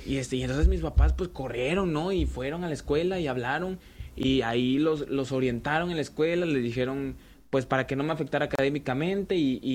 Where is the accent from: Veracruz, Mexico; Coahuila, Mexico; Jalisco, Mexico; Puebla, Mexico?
Veracruz, Mexico; San Andrés Tuxtla; moved away; Yo no soy del puerto de Veracruz, yo soy de una ciudad que se llama San Andrés, cerca de Catemaco.